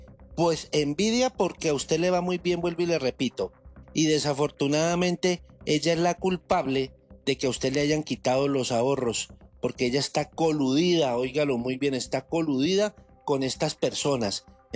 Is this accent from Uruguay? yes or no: no; Mexico; now in United States; un tehuacán de los que llamamos en México, un agua mineral